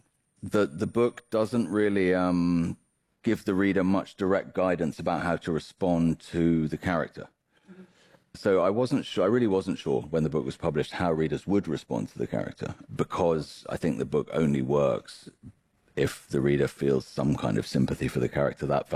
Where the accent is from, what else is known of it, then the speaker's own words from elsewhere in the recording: United Kingdom; having grown up there, I feel very at home there. As you can hear, I sound very much like someone who grew up there. But yes, because neither of my parents is British.